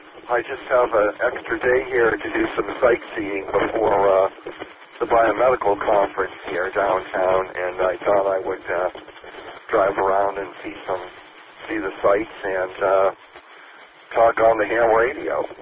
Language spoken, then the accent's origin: English; Boston, Massachusetts, United States; now in Boston, United States; I'm mobile on Colfax Ave here in Denver, and I'm visiting Denver from Boston